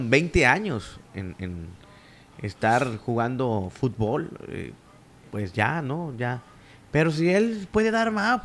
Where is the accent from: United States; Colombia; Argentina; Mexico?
Mexico; Fíjate cómo somos los mexicanos